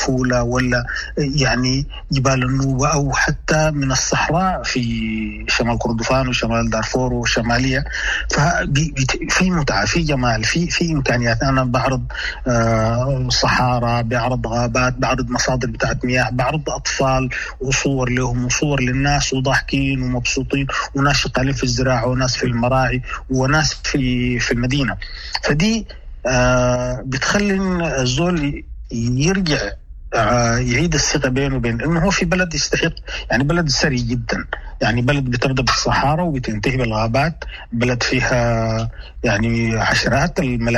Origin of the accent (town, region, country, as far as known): Sudan